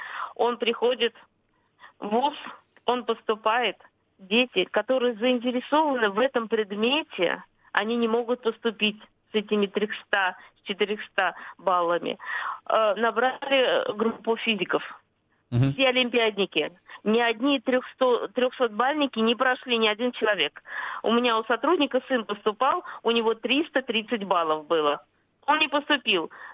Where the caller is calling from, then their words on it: Saint Petersburg, Russia; Я из Санкт-Петербурга.